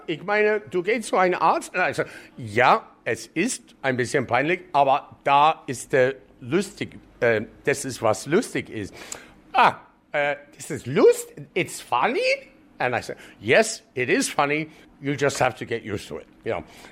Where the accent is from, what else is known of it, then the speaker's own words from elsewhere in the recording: Canada; German is a second language; now in Munich, Germany; Wenn ich hier gekommen bin, 1990, der war keine Platz, als ein Kanadier auf der Bühne zu stehen vor den Leuten und Comedy.